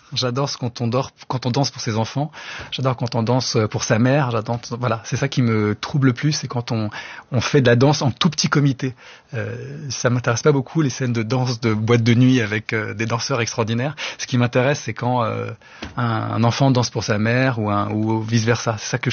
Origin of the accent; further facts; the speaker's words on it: Lebanon; Moi, je suis grec du Liban et les rares fois où j'étais au Liban, je fais beaucoup plus en Grèce.